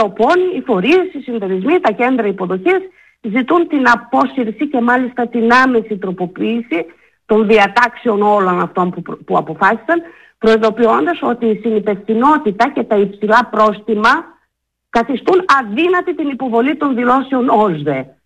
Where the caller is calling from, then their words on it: Greece; σαν Ελληνίδα μάνα